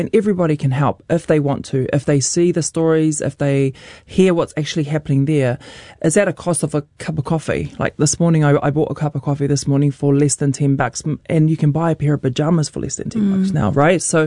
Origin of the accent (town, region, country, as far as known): Auckland, New Zealand; born or raised there; also born or lived in Rotorua